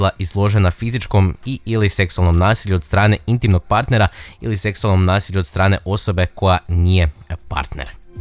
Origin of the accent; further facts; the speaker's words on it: Koprivnica-Križevci County, Croatia; A upravo je ta javna akcija održana i kod nas u Koprivničko-križevačkoj županiji i to u Koprivnici